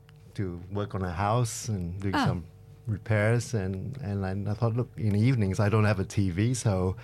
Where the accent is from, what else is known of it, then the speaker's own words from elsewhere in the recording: Malaysia; now in Sydney, Australia; Yes, I am the Malaysian man from Sydney, and I spend quite a bit of time in Byron.